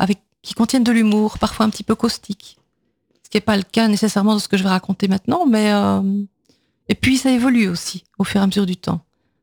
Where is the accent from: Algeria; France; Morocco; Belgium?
Belgium; Namur, Wallonia; oui, donc je viens de Namur.